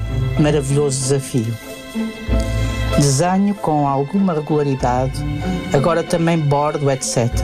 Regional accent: Porto, Portugal; Nasci e moro no Porto. Estou feita e bom fim.

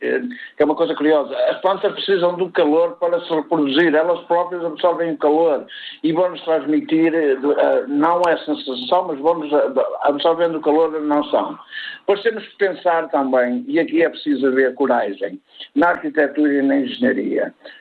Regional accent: Norte, Portugal; eu sou do Norte, mas já estive em Lisboa

